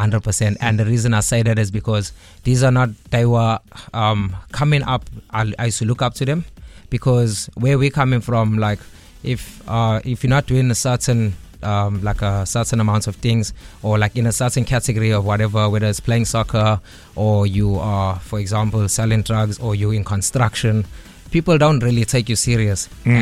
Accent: Sydenham, London, United Kingdom; Okay, so as you said … I'm from Sydenham. A lot of people know as the Nims.

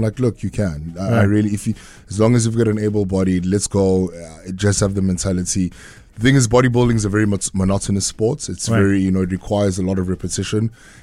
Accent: Durban, KwaZulu-Natal, South Africa; moved away as an adult; also born or lived in Cape Town; now in Johannesburg, South Africa; I'm from Lamontville. I'm born and bred in Durban. I did primary school here, high school here. I'm a George Campbell old boy. And then obviously subsequently I went to varsity at UCT and ended up being in Joburg

